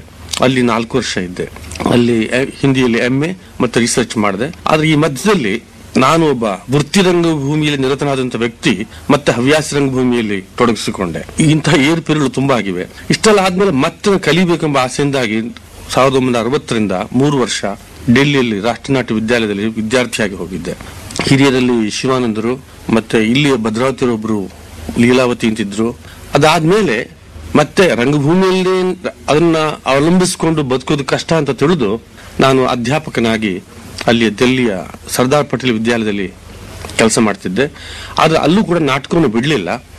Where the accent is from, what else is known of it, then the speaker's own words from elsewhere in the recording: Karnataka, India; born there; moved away; also born or lived in Mysore / Varanasi / Delhi; ಮೈಸೂರಿಗೆ ನಾನು ಮಂಗಳೂರು ಉಡುಪಿಯಿಂದ ಓಡಿ ಬಂದಾಗ ಅಥವಾ ಮಂಗಳೂರಿಂದ ಓಡಿ ಬಂದಾಗ